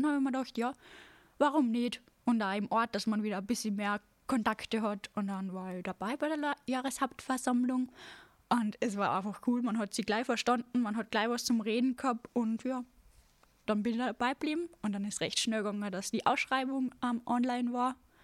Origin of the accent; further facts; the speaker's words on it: Salzburg, Austria; gegangen und dann bin ich HLW gegangen, Multi-Augustinum in St. Margarethen, also bei uns im Lungau.